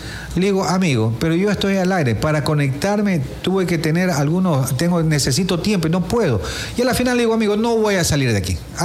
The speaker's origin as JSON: {"language": "Spanish", "town": "Quevedo", "region": "Los Ríos", "country": "Ecuador", "said": "yo no soy del norte, yo soy de Quevedo"}